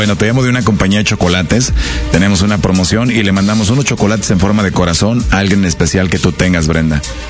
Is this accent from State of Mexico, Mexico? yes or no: no; Mexico City, Mexico; De la Ciudad de México.